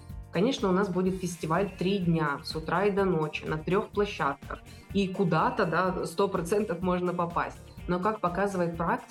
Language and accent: Russian; Chelyabinsk, Chelyabinsk Oblast, Russia; это наш любимый родной город, мы здесь живем. И это было бы странным, если мы бы из Челябинска поехали в Москву делать там этот фестиваль.